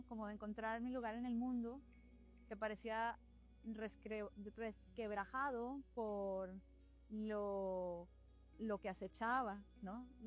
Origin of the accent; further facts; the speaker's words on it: Barrancabermeja, Santander, Colombia; moved away as an adult; now in Ciudad Juárez / El Paso border area; Cuando vivía en mi ciudad natal, Barranca Bermeja, en el centro de mi país, Colombia, tuve una infancia muy bonita